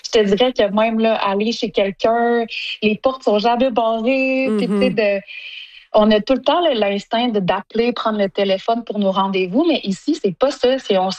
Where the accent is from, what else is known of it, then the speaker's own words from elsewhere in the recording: Sept-Îles, Quebec, Canada; moved away as an adult; now in Pangnirtung, Canada; moi, j'ai grandi à Sept-Îles parce que j'étais avec mon père. Puis ma mère, elle vient de Iqaluit. Puis j'ai déménagé là quand j'avais 19 ans.